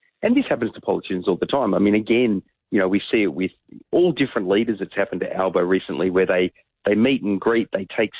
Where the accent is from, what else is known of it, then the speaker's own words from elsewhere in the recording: Sydney, New South Wales, Australia; also born or lived in Western Australia; I'm from Sydney, but spent a lot of time in WA.